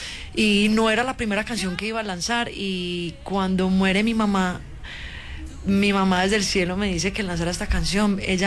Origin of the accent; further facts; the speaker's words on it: San Cristóbal, Antioquia, Colombia; yo soy de San Cristóbal, de la montaña mágica, como le digo yo.